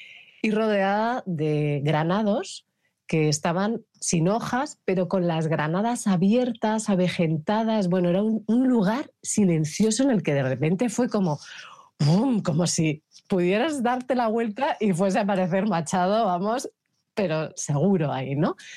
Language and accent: Spanish; Madrid, Community of Madrid, Spain; Y en Madrid, que precisamente es la ciudad de donde yo soy, donde más he vivido